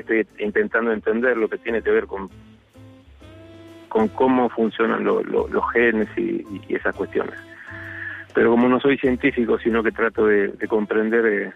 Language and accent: Spanish; González Catán, Buenos Aires Province, Argentina; also born or lived in Canada; now in Mallorca, Spain; yo soy de González Catán, en Argentina